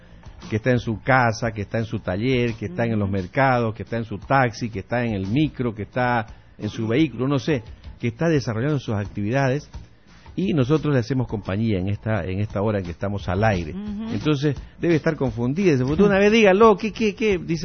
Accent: Bolivia; now in Lima, Peru; si somos los bolivianos no necesitamos visa

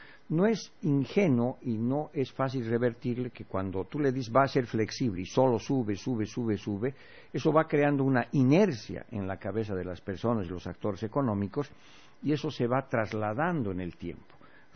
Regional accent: Villazón, Potosí, Bolivia; una cosa es el gobierno de mi tierra, Villazón, municipal

